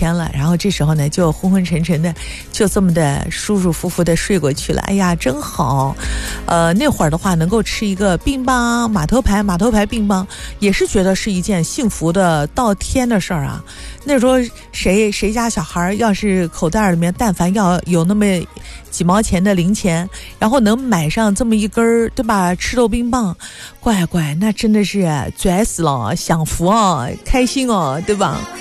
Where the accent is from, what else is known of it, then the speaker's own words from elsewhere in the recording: China; 我们这个亚洲人一点不友好，特别是对中国人，我们从小就是吃着热乎东西长大的